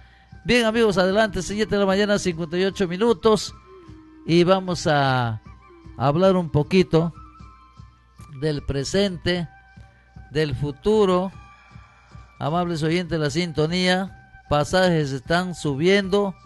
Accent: Peru

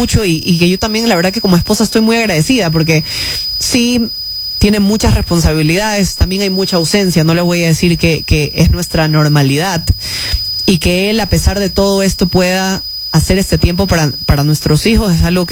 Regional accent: Ecuador; como ecuatorianos también tenemos conversaciones de el país.

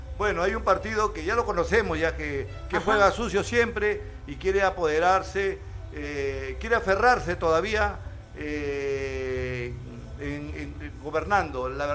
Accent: Jayanca, Lambayeque, Peru; conozco muy de cerca la problemática de mi tierra

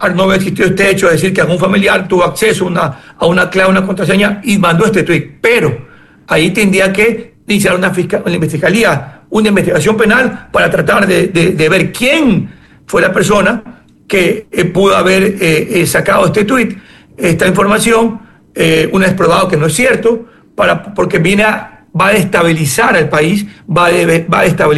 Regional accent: Ecuador; el Estado ecuatoriano, los ciudadanos que somos parte del Estado y hacemos el Estado

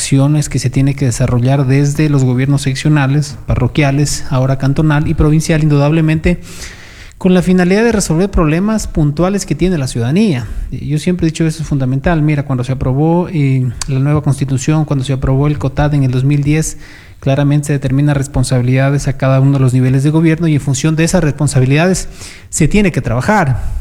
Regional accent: Quinara, Loja, Ecuador; mi parroquia de Quinara, yo soy nacido en Quinara.

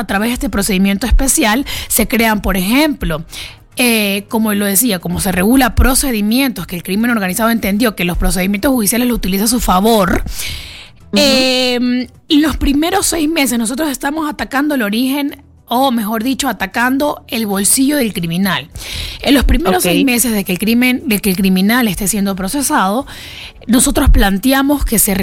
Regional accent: Ecuador; a nosotros como ecuatorianos

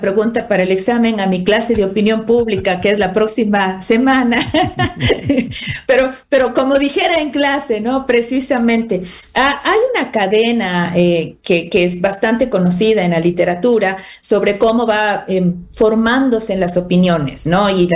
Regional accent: Ecuador; en sociedades como la nuestra, como la ecuatoriana

